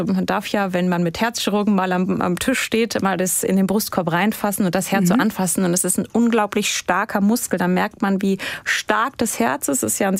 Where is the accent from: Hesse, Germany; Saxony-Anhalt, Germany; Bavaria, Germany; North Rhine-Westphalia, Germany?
Hesse, Germany; also born or lived in Lower Franconia; Also tatsächlich bin ich in Mittelhessen aufgewachsen. Ich bin zwar nicht in Hessen geboren, sondern in Unterfranken.